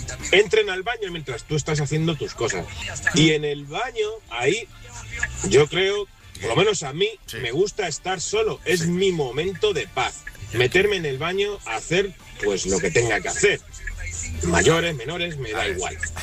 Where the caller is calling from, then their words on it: Móstoles, Community of Madrid, Spain; de Móstoles